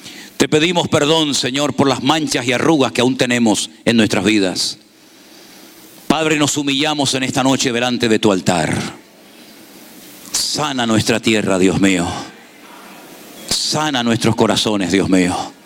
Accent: Spain; moved away; Yo no sé lo que me voy a encontrar en España cuando llegue. Yo salí de España y está patas arriba aquello.

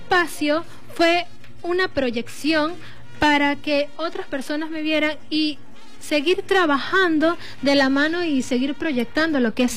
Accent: El Vigía, Mérida, Venezuela; mi hermosa tierra, el estado Mérida, porque amén, también acá en el municipio del Alberto Adriani somos parte del estado Mérida. Somos la puerta de los Andes

